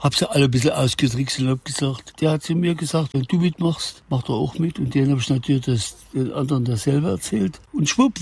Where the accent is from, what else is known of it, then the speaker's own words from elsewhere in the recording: Saxony, Germany; now in Güstrow, Germany; Ja, und ich, der Sachse. Unglaublich.